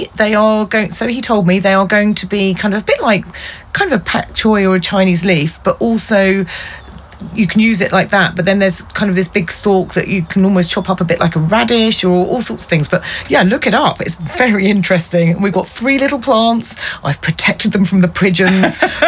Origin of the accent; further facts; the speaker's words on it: England, United Kingdom; everyone loves being English and talking about the weather